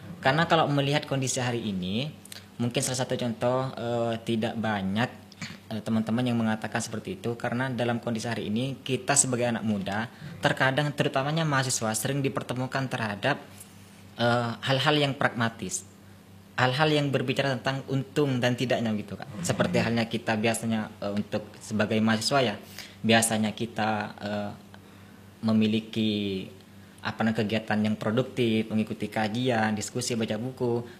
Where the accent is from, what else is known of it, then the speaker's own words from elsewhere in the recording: Saronggi, East Java, Indonesia; born there; Saya asli Saronggi di Desa Talang dan saya kuliah di Universitas PGRI Sumenep.